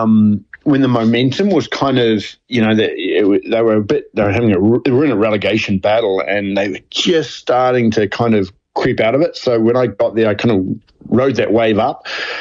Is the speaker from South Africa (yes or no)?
no; New Zealand; I think being a New Zealander actually, and having a Welsh coach as well, really helped